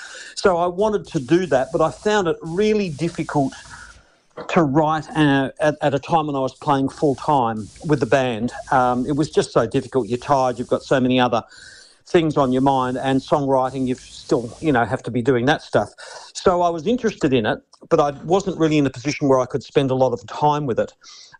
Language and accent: English; Perth, Western Australia, Australia; they'll likely come from my home state, Perth